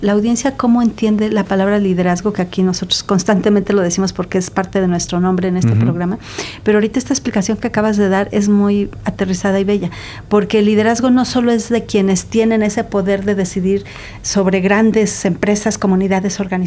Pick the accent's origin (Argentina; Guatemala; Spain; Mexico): Mexico